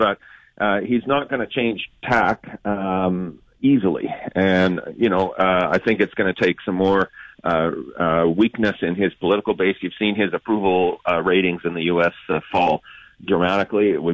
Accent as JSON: {"language": "English", "country": "Canada"}